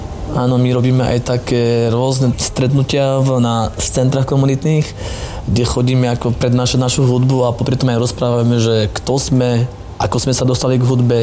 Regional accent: Prešov Region, Slovakia; vystúpenie u nás v Lomnici, mali sme Dni obce

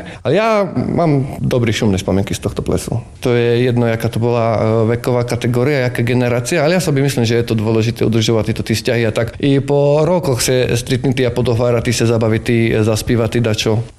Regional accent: Košice Region, Slovakia; accent: Hačava Rusyn dialect; also born or lived in Turňa nad Bodvou; now in Košice, Slovakia; moji rodiče, ja vlastne pochádzame z Hačovy a hovorím vás po maďarsky, ja skorej sa prikladám ku tej rusinštiny. Ja doma vlastne s rodičami, my len hovoríme po hačovsky, my ani bars po slovensky, ani po maďarsky už vôbec nehovoríme, tak my len hovoríme po hačovsky.

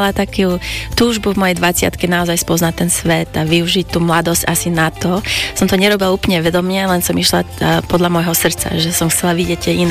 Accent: Vancouver, British Columbia, Canada; also born or lived in Slovakia; Som vyrastala vo Vancouveri a to bolo aj ďaka tomu, že v tom období Kanada veľmi potrebovala talentovanú a vzdelanú pracovnú silu, takže moji rodičia boli vysokoškoláci tuto zo Slovenska

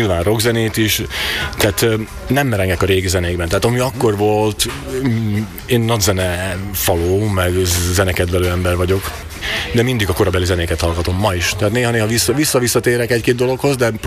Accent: Nové Zámky, Nitra Region, Slovakia; also born or lived in London; Újvár és környékén azt hiszem, hogy itt leginkább, mert innen származunk.

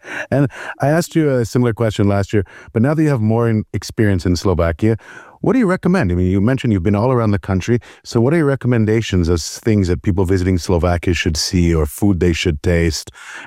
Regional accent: Canada; Well, as a Canadian, I feel great.

